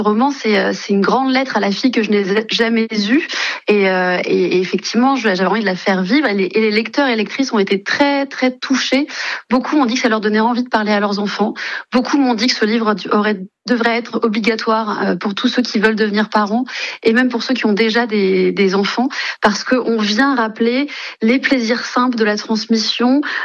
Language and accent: French; Brittany, France; now in Vaucluse, France; Moi, je viens de Bretagne